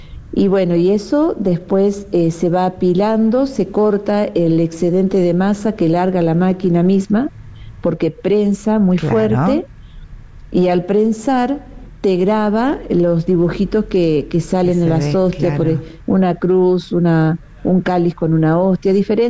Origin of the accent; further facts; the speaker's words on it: Rosario, Santa Fe, Argentina; now in Córdoba, Argentina; soy rosarina.